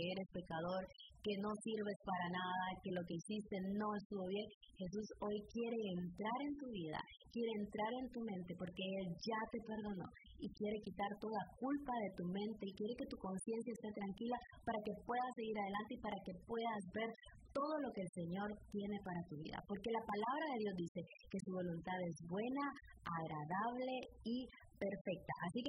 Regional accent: Guatemala; yo nací en un pueblo, en un municipio de la costa sur de Guatemala, y ahí todo el mundo tenía su granja, todo el mundo tenía sus patos.

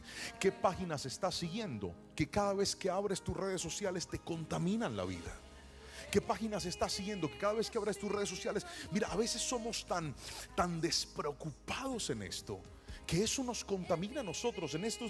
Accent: Cali, Valle del Cauca, Colombia; ¿Para qué trajeron a este caleño?

